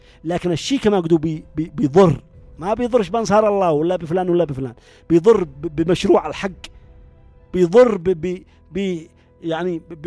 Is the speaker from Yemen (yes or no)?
yes; Yemen